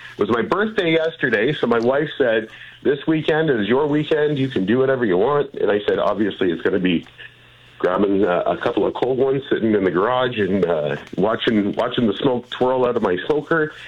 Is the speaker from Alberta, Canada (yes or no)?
no; Hamilton, Ontario, Canada; Hamilton. I'm from the Hamilton area, and we could really take a lesson on our LRT screw up